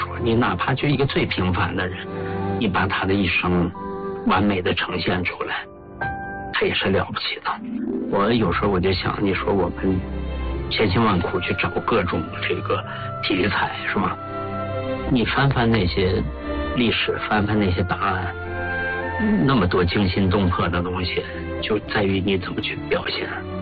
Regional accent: Heilongjiang, China; 就因为我本身是黑龙江人嘛，小时候文物多，我对那块土地特别熟悉嘛

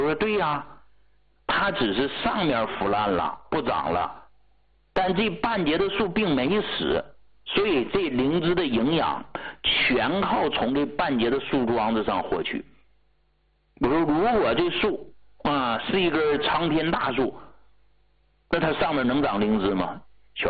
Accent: Jilin, China; 我们吉林这边雨水就大

